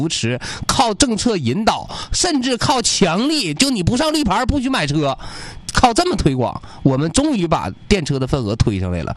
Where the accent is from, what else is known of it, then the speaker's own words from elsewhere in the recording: Changchun, Jilin, China; 我长春人，我支持我们一汽奥迪啊